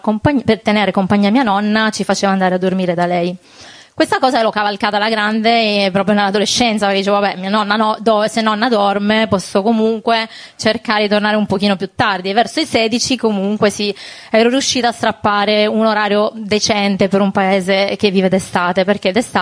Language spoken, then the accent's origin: Italian; Alghero, Sardinia, Italy; io provengo da Alghero, un paesino della Sardegna che, diciamo, vive molto d'estate ma poco d'inverno.